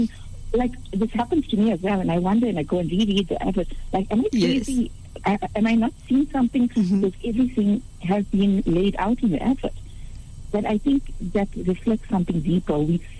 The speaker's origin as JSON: {"language": "English", "town": "Durban", "region": "KwaZulu-Natal", "country": "South Africa", "tie": "born or raised there", "moved": "yes", "said": "my hometown is Durban."}